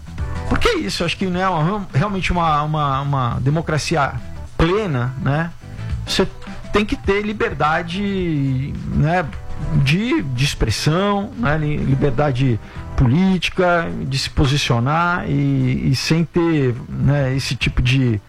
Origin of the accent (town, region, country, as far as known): Brazil